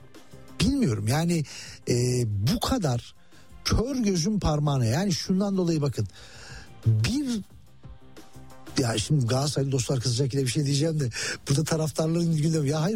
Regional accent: Muş, Muş Province, Turkey; born there; moved away; Güroymak, Güroymak ha. Bizim Muş sınırına çok yakındır.

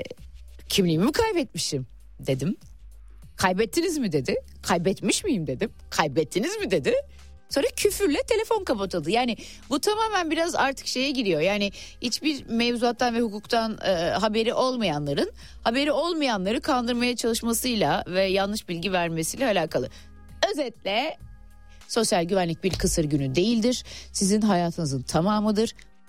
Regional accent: Yeşilköy, Istanbul, Turkey; Ben kendim de, ki hep bunu bahsediyorum, Yeşiköylüyüm.

